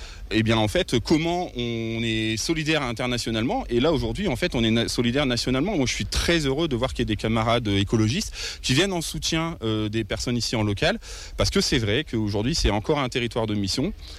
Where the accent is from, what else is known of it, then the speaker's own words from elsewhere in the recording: Oisy-le-Verger, Hauts-de-France, France; also born or lived in Douai; Moi, je suis né ici, enfin, je suis pas né ici, je suis né à Douai, mais j'ai fait de 6 ans à 22 ans Oisil-Verger, j'ai habité ici, donc je connais bien, c'est ma coin, comme on dit.